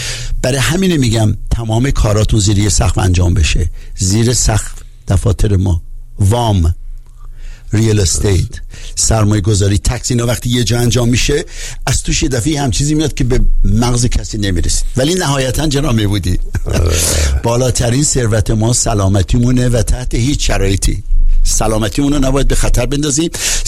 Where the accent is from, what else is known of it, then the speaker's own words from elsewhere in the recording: Tabriz, East Azerbaijan, Iran; born there; من متولد تبریزم